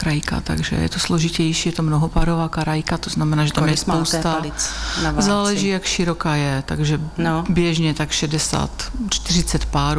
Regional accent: Jablunkov, Moravian-Silesian Region, Czechia; Ale ona to má historii, tam u nás v Jablunkově, ve finále i na Štrambersku, třeba tam byly kamenolomy a v Jablunkově, v Mostech u Jablunkova se razily tunely

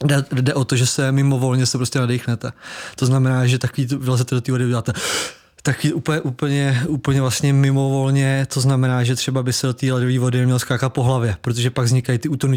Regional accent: Vysočina Region, Czechia; jsem z Vysočiny a kousek od Jihlavy, kde bydlím

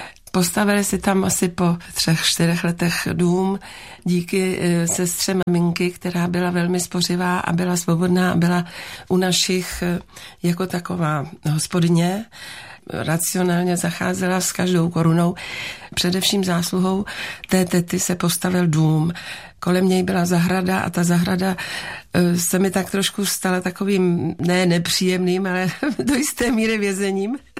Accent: Žirovnice, Vysočina Region, Czechia; jsem si odvážela z rodného domu, když už jsem se stěhovala ze Žirovnice, takovou velkou krabici různých knoflíků

